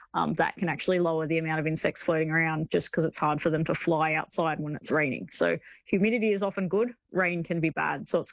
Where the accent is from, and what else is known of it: Sydney, New South Wales, Australia